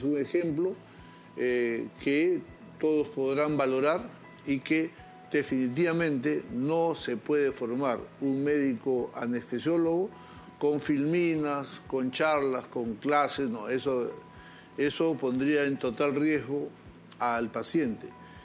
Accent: Peru; no tocaré las puertas para presentar como peruano, como ciudadano, una salida a estos problemas.

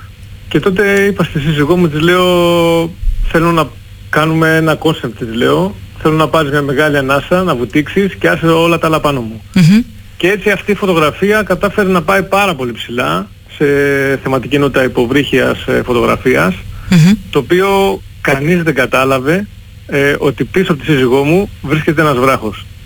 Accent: Patras, Western Greece, Greece; now in Athens, Greece; και πρέπει να φανεί η Αθήνα, αλλά ξέρουν ότι η καταγωγή μου είναι από την Πάτρα.

